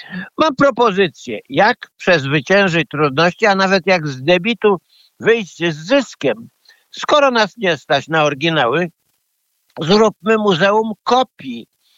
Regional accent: Warsaw, Masovian Voivodeship, Poland; moved away; Ile razy przyjeżdżam do Warszawy, mego miasta, w którym się urodziłem, tylekroć zachwyt we mnie rośnie.

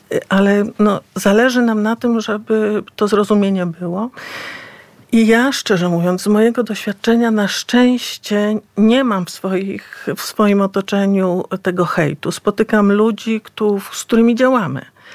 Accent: Wrocław, Lower Silesian Voivodeship, Poland; Ja pochodzę z Wrocławia. Urodziłam się we Wrocławiu.

